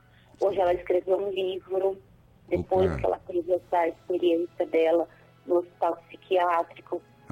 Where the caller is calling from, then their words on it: Magda, São Paulo, Brazil; Eu falo de Magda, São Paulo.